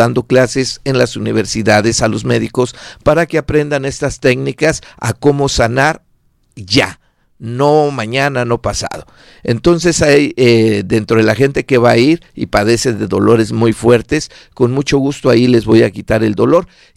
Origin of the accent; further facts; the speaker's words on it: Mexico; now in United States; Soy de origen mexicano, pero tengo ya 32 años en Estados Unidos.